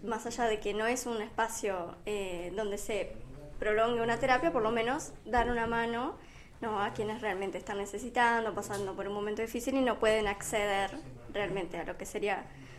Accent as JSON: {"language": "Spanish", "region": "Rivera", "country": "Uruguay", "also_born_or_lived": "Salto", "moved": "as an adult", "lives_now": "Montevideo, Uruguay", "said": "Mira, yo vengo de Rivera, ¿sí? Vengo del interior ya hace desde 2019 que me vine ya hace bastante tiempo, me vine a Salto, estuve años viviendo"}